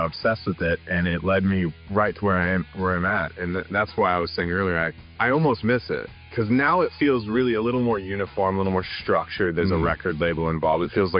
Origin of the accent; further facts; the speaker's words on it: Texas, United States; I grew up in Texas, and I'd taken a job offer in Fort Wayne, Indiana